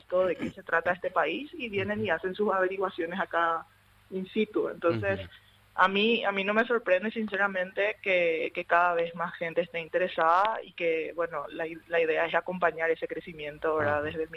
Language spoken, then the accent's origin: Spanish; Paraguay